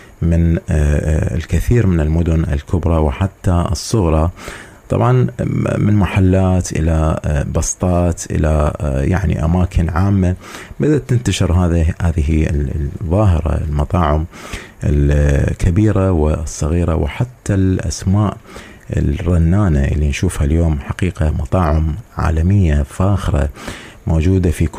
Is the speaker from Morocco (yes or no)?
no; Iraq; في بلدنا العراق